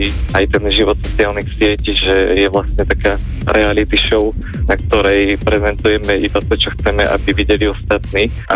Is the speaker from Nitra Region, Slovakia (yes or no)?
no; Trstená, Žilina Region, Slovakia; No ja som z Trstenej